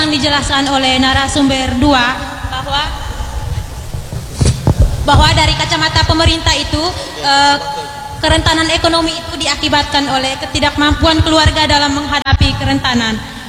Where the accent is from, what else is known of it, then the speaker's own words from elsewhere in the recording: East Nusa Tenggara, Indonesia; saya berasal dari Manggarai Timur.